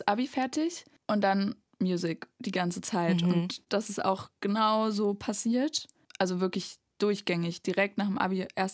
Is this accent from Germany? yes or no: yes; Erfurt, Thuringia, Germany; born or raised there; also born or lived in Weimar